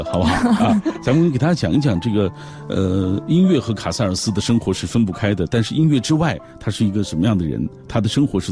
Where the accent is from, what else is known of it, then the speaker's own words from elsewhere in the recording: China; 用我们中国人的话说